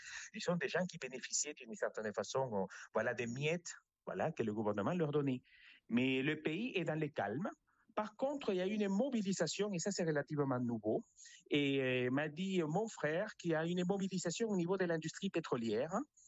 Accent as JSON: {"language": "French", "country": "Venezuela", "moved": "yes", "said": "J'ai quitté le Venezuela il y a plus de 20 ans."}